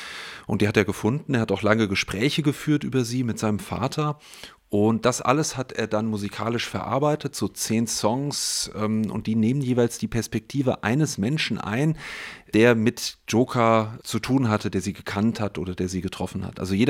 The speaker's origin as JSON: {"language": "German", "country": "Germany", "said": "der man sich als Deutscher ja immer mal wieder stellt."}